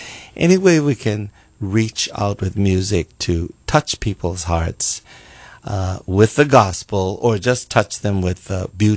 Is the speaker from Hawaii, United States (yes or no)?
yes; Hilo, Hawaii, United States; I'm from the Big Island, from Hilo side.